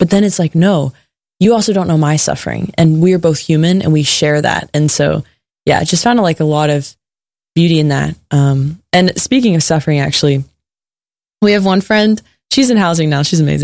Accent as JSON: {"language": "English", "region": "Texas", "country": "United States", "said": "And talking about our home states. I've never talked about Texas more in my life."}